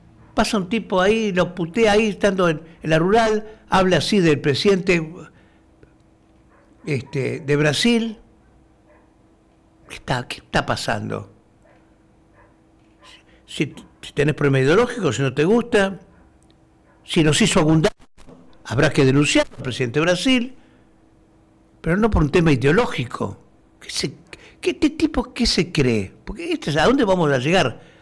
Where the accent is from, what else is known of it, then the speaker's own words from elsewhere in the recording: Argentina; Acá nosotros como argentinos no.